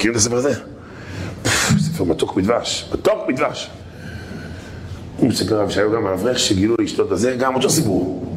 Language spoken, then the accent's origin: Hebrew; Holon, Tel Aviv District, Israel; אני גדלתי בחולון.